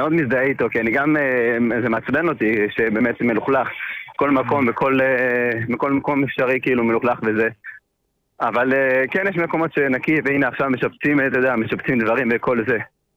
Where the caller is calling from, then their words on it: Bnei Brak, Tel Aviv District, Israel; כן, אני מבני ברק